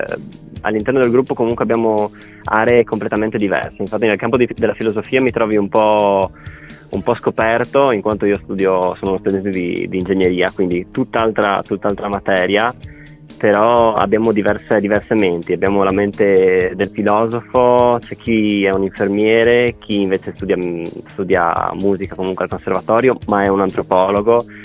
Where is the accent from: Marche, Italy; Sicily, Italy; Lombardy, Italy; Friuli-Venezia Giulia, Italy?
Friuli-Venezia Giulia, Italy; noi siamo friulani